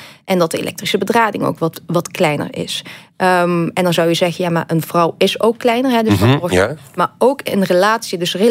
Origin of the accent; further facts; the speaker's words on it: Roermond, Limburg, Netherlands; moved away as an adult; also born or lived in Maastricht / Rotterdam / Hasselt; Ja, ik ben in Roermond opgegroeid, in Maastricht gestudeerd en vervolgens in Rotterdam en in Hasselt gaan werken.